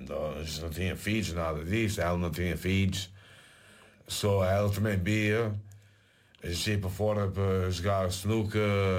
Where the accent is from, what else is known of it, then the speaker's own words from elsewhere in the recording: Azores, Portugal; moved away as an adult; also born or lived in Finland; Minha terra natal.